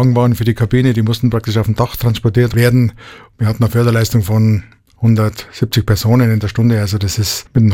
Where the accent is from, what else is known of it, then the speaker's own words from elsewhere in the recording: Bavaria, Germany; Alles viel gelassener und geschmackiger, wie man bei uns in Bayern sagt.